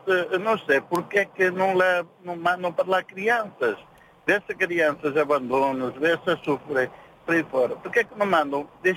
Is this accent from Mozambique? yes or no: yes; Mozambique; born there; also born or lived in Montepuez, Mozambique / Maputo, Mozambique; Sou moçambicano.